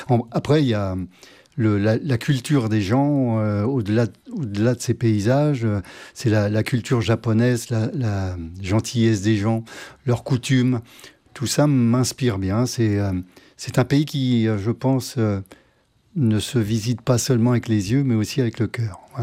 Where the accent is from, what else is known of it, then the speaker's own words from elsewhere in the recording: Normandy, France; now in Trèbes, France; quand je pars de Trèbes pour monter chez moi en Normandie